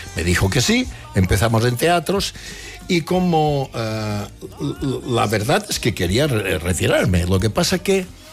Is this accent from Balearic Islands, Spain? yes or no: yes; Balearic Islands, Spain; accent: Mallorcan; Perdona mi... Mi acento mallorquín